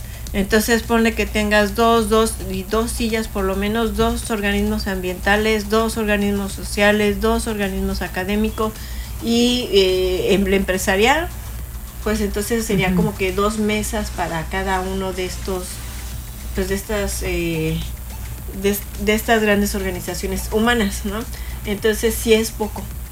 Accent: Mexico City, Mexico; now in Cancún, Mexico; yo soy de la Ciudad de México

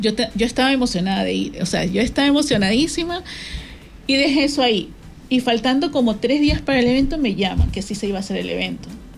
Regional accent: Portoviejo, Manabí, Ecuador; soy de Puerto Viejo, Río Chico, de la parte rural de Puerto Viejo.

